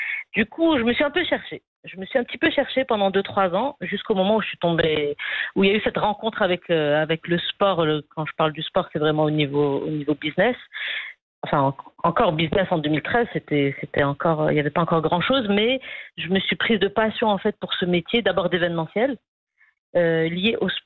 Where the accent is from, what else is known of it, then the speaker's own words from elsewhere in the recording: Rabat, Rabat-Salé-Kénitra, Morocco; now in Casablanca, Morocco; J'ai découvert la corniche, parce que moi, j'ai grandi à Rabat, donc je découvrais un peu la ville.